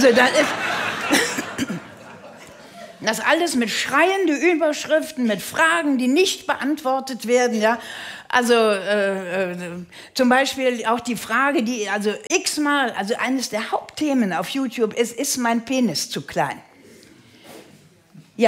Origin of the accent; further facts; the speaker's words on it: Rhineland, Germany; born there; ich bin an einem Karnevalssonntag geboren worden im Rheinland